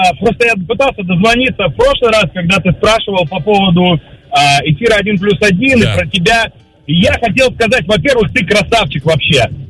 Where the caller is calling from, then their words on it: Novosibirsk, Novosibirsk Oblast, Russia; из Новосиба.